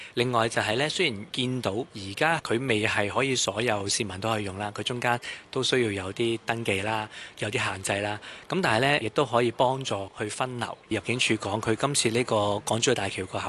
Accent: Hong Kong; 就算我哋香港人平時睇手機

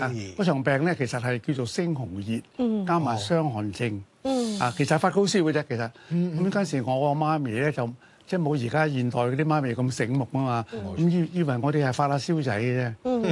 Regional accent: Macau; 我澳門出生。

